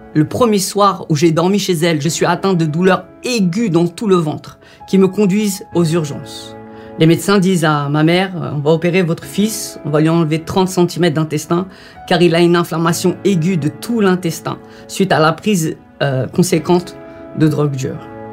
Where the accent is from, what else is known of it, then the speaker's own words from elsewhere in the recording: Saint-Denis, Île-de-France, France; born there; Je suis né d'une maman française et d'un papa marocain. Donc double culture, double origine. Je suis né à Saint-Denis dans le 93.